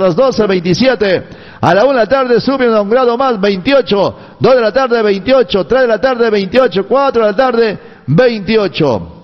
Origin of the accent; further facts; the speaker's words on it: Peru; somos olvidadizos peruanos